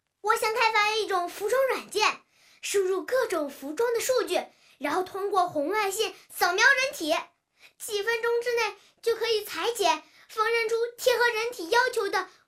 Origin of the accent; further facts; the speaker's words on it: Xi'an, Shaanxi, China; 我从小生活在古城西安